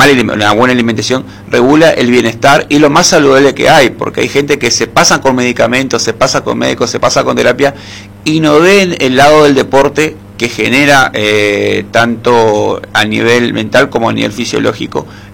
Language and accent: Spanish; Posadas, Misiones, Argentina; moved away; yo soy de Posadas